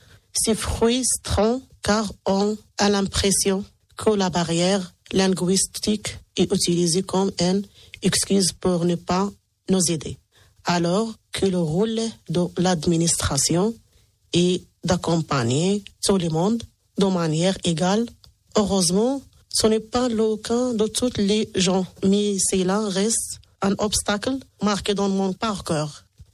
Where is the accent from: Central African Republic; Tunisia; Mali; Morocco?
Morocco; now in France; je suis marocaine.